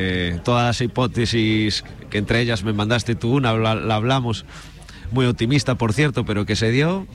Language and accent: Spanish; A Coruña, Galicia, Spain; yo soy coruñés